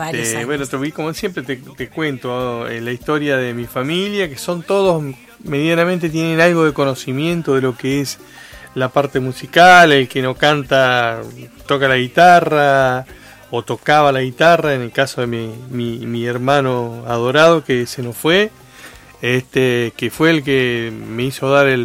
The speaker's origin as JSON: {"language": "Spanish", "country": "Argentina", "said": "Porque somos así los argentinos."}